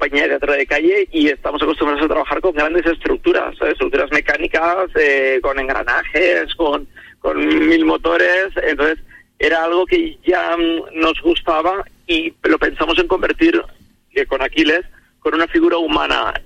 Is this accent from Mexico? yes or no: no; Valencian Community, Spain; Nosotros somos valencianos y viene en nuestro ADN, claro, la tradición de la pólvora.